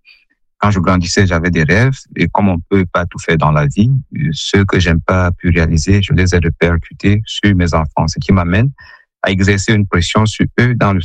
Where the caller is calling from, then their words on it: Yaoundé, Centre, Cameroon; du Cameroun, plus précisément dans la ville de Yaoundé.